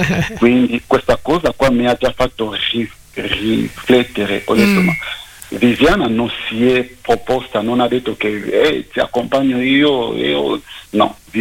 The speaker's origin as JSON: {"language": "Italian", "country": "DR Congo", "moved": "as an adult", "said": "Congo belga e Congo francese, e io vengo dal Congo belga."}